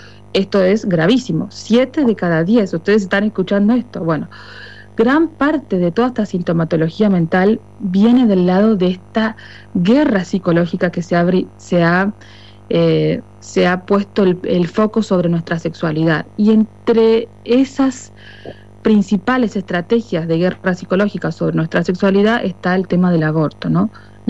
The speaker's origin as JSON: {"language": "Spanish", "country": "Argentina"}